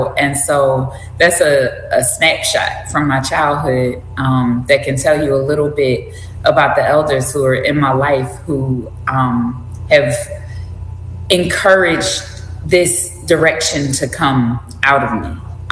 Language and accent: English; Philadelphia, Pennsylvania, United States; born or raised there; moved away as an adult; also born or lived in South Georgia; now in Utah, Alabama, United States